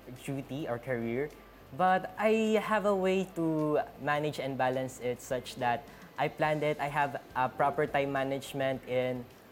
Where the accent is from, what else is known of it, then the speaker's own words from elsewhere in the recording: General Santos, Soccsksargen, Philippines; I felt bad to my hometown also